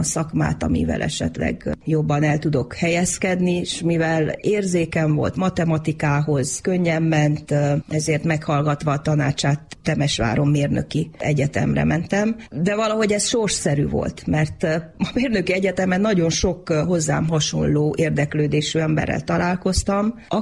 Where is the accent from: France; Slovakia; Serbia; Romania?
Romania; Satu Mare, Satu Mare County; now in Hungary; Nagyon büszke vagyok rá, hogy a szülővárosom a színházának előadásával nyitottuk meg a MITEM-et méltán, hiszen a Szatmár Németi Haraggyőr Társulat harmadik Richard előadása